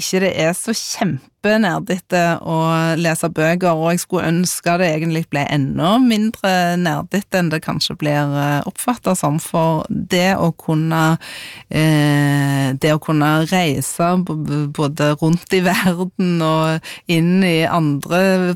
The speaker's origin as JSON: {"language": "Norwegian", "town": "Sandnes", "region": "Rogaland", "country": "Norway", "tie": "born or raised there", "said": "alle ungene I gata der jeg vokste opp med sto klar og ventet på bokbussen på mandags ettermiddagen"}